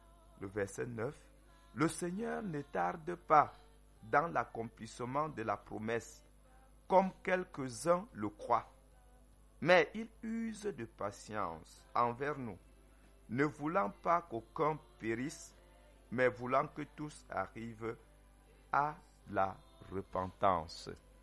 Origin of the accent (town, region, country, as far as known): Cameroon